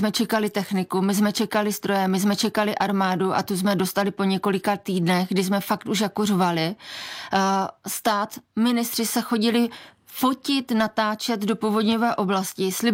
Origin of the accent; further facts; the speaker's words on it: Moravian-Silesian Region, Czechia; Já jsem z Moravskoslezského kraje, mým městem prošla tak velká povodeň, že jsme měli 80% města zničeného.